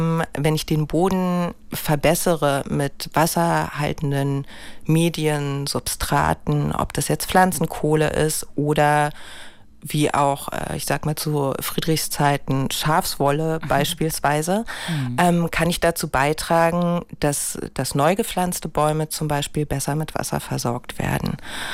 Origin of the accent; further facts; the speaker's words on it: Berlin, Germany; als Berlinerin kommt man ja eh nicht dran vorbei.